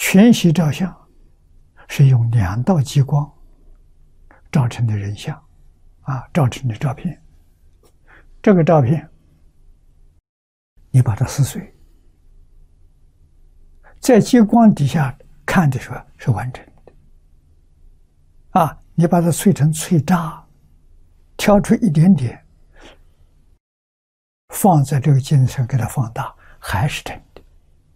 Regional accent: China; 我们中国人

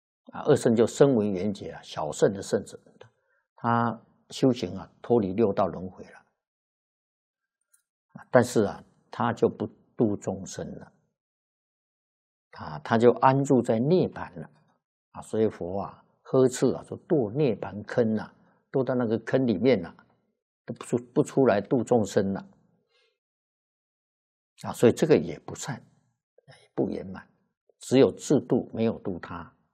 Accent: China; 释迦佛在古印度示现的寿命是79岁，我们中国人算了是虚岁80岁

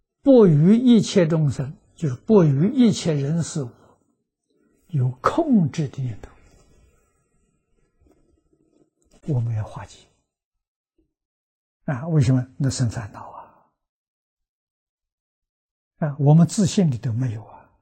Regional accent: China

